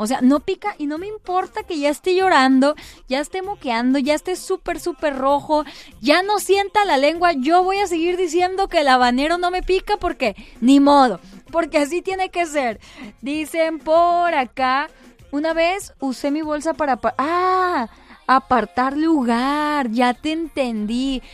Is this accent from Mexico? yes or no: yes; Mexico; Está raro cómo nosotros como mexicanos luego le agarramos un significado que está en los dos extremos a una misma palabra.